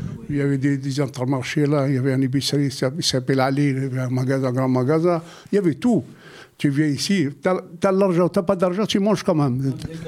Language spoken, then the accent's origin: French; Algeria; moved away; Quand je suis parti de chez moi, je connais rien, même pas l'Algérie, je ne connaissais même pas. Là. Je suis parti de Batla où je suis en Algérie, je suis arrivé ici